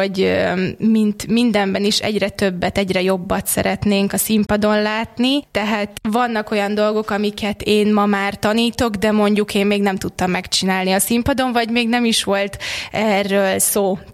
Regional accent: Dabas, Pest, Hungary; born or raised there

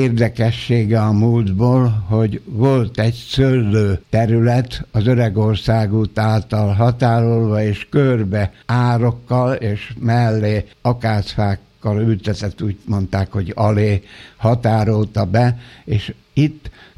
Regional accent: Budapest, Hungary; born there; az anyám már a eljövendő köröztapáméknál Budapesten várta a szülési időpillanatát, és így kórházba születtem a 13. kerületben.

